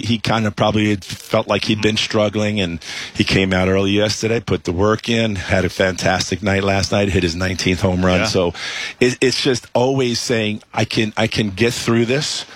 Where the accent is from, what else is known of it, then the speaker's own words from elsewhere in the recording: Queens, New York, United States; You know, for me growing up, I grew up in Queens. Oh, I had seven brothers and sisters, so total of eight.